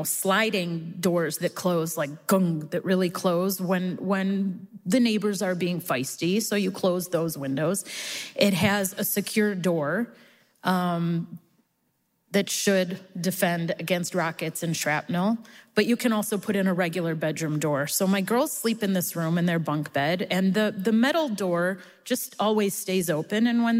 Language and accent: English; Chicago, Illinois, United States; now in Israel; Growing up in Chicago, we had snow days. Living in the South, you have rocket days. It's normal.